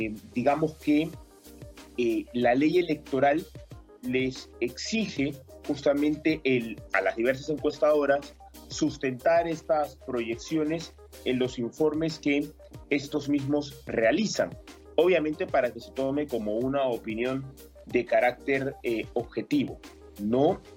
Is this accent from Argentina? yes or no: no; Peru